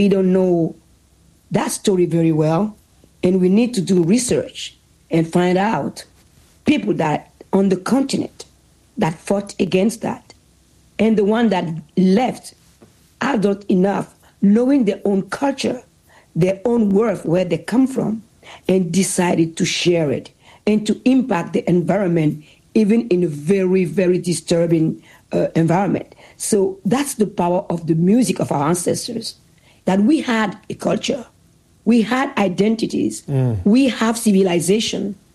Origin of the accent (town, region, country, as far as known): Benin; born or raised there